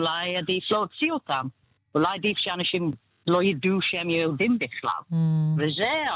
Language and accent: Hebrew; Manchester, North West England, United Kingdom; והאמת אפילו גדלתי במנצ'סטר, הייתי בבית ספר יהודי, היו שומרים כבר אז